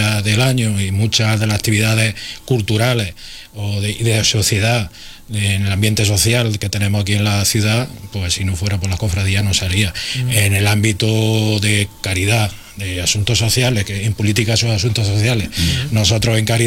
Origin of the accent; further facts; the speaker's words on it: Úbeda, Andalusia, Spain; Yo tengo el defecto muchísimo y entre ellos que soy muy de Úbeda.